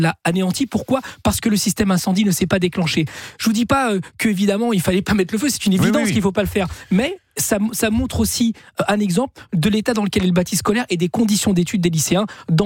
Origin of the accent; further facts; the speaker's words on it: Chile; now in France; puisque je ne suis pas né en France. Mais c'est quelque chose qui a eu lieu dans mon pays d'origine. Rappelez-vous, au Chili